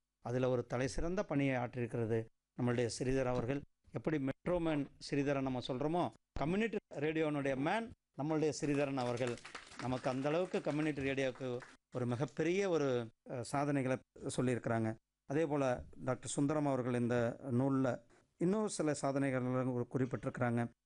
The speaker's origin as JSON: {"language": "Tamil", "town": "Namakkal", "region": "Tamil Nadu", "country": "India", "said": "ஏன்னா அவர் சேலத்துக்காரர், இவர் கோயம்புத்தூர்காரர், நான் நாமக்கல்காரர்."}